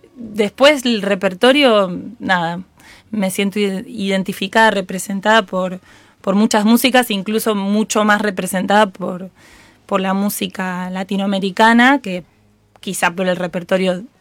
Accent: La Plata, Buenos Aires Province, Argentina; en realidad soy de La Plata, pero bueno, mi papá tenía un bar en San Martín de los Andes y yo iba mucho para allá. Bueno, viajaba sobre todo en el verano, entonces bueno, también pasaba bastante tiempo ahí.

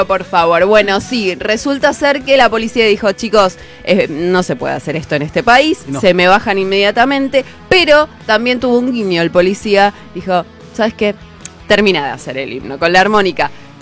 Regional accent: Argentina; Somos argentinos, somos así

